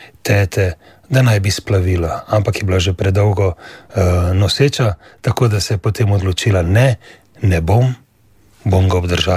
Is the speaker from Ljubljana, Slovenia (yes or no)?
yes; Ljubljana, Slovenia; born there; Ja, rodil sem se v Ljubljani kar nekaj let nazaj, bom rekel.